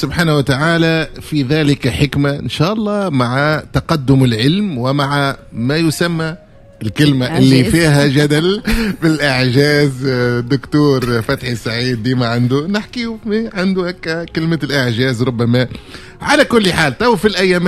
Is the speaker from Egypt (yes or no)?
no; Tunisia; أنا مواطن تونسي مسلم